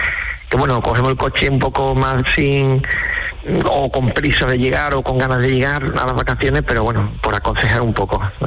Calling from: Dos Hermanas, Andalusia, Spain; A ver, de Dos Hermanas, Sevilla.

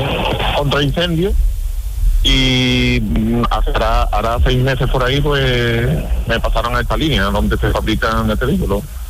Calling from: Utrera, Andalusia, Spain; Estoy en Utrera

